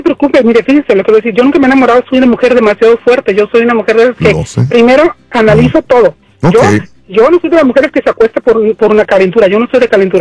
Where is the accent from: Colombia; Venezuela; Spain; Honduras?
Honduras; Perdón, ustedes no sé si sean mexicanos o de dónde sean ustedes, pero yo soy hondureño.